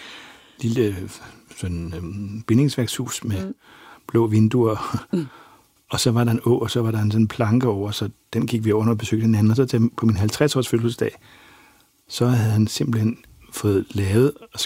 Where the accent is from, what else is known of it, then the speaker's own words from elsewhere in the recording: Bornholm, Capital Region of Denmark, Denmark; Så, og jeg var jo bornholmer, og en bornholmsk skuespiller var godt her med, sådan, med hensyn til publikum.